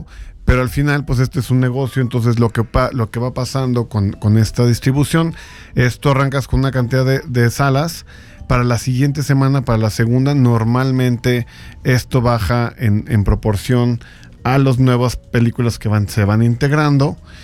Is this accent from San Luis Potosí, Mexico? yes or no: yes; San Luis Potosí, Mexico; soy de San Luis, pero pues soy mexicano